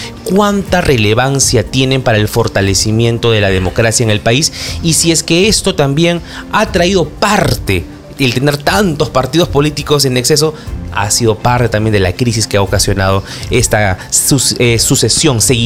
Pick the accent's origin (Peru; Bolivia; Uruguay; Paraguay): Peru